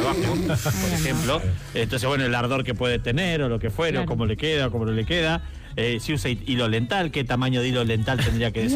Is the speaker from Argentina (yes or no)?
yes; Argentina